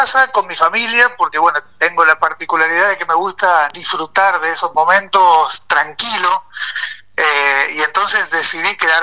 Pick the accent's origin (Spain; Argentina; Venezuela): Argentina